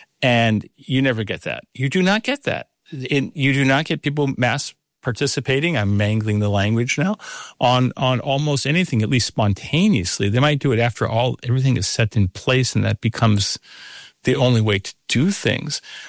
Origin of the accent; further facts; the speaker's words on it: United States; now in Abu Dhabi, United Arab Emirates; I'm living in Abu Dhabi, but I'm still feeling the pain of recent decisions to go to war, of course, but feeling the larger pain as an American